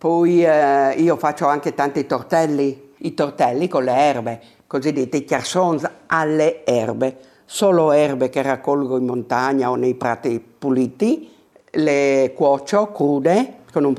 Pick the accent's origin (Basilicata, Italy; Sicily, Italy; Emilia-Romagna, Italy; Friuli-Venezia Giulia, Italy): Friuli-Venezia Giulia, Italy; Io vengo dalla Carnia, dove ci sono delle tradizioni, i chiassons, è conosciuto dappertutto, però ognuno faceva i suoi.